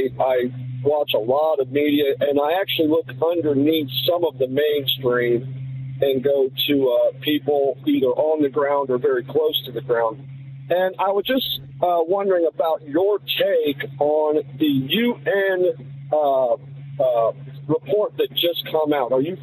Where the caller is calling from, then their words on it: Dayton, Ohio, United States; from Dayton, Ohio.